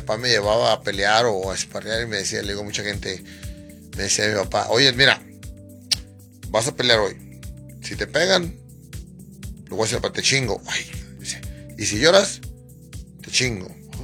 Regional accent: Sonora, Mexico

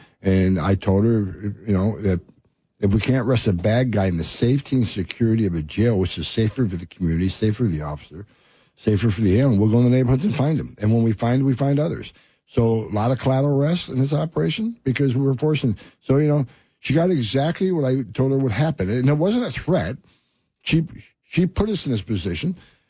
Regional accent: New York, United States; I love New York City. I grew up in New York. I went to college in New York. I was a cop in New York.

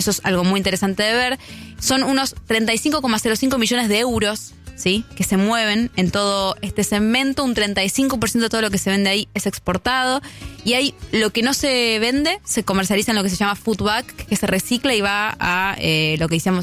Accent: Argentina; yo soy de Argentina, yo también produzco un montón de frutas y verduras

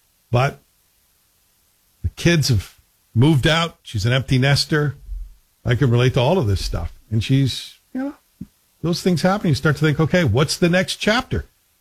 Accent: Toronto, Ontario, Canada; also born or lived in Glasgow, United Kingdom; And I do kind of miss my hometown a bit, which I consider to be Toronto. It's where I spent my most formative years. Certainly not moving back to Glasgow.

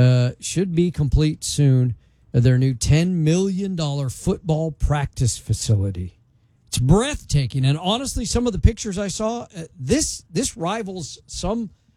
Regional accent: Colorado, United States; now in Memphis, United States; I remember my days in a small high school where I grew up in Colorado

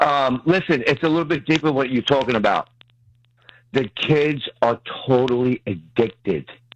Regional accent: Hoboken, New Jersey, United States; now in Florida, United States; You know, I grew up in Hoboken, Jersey City. It's a little bit different up there.

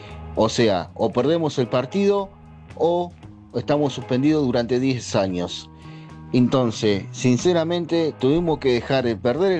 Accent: Argentina; Y yo, en mi corazón, como siendo orgullo argentino, fuimos campeones.

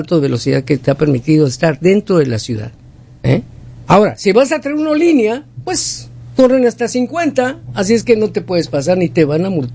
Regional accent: Hermosillo, Sonora, Mexico; Mira, acabo de ir a mi ciudad natal. Mi ciudad natal es Hermosillo, Sonora, México, ¿ok?

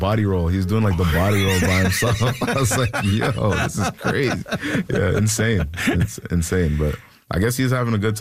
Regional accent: Canada; I can't believe she's Canadian. Like, she's where I'm from.

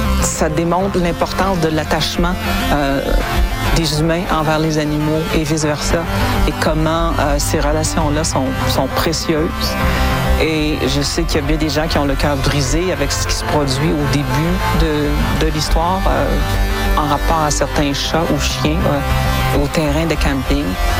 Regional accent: Rouyn-Noranda, Quebec, Canada; now in Saskatchewan, Canada; Moi, quand j'ai grandi, à Rouyn-Noranda

